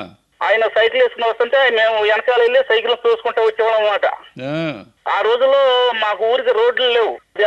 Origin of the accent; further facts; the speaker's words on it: Andhra Pradesh, India; నేను మచిలీపట్నం నుంచి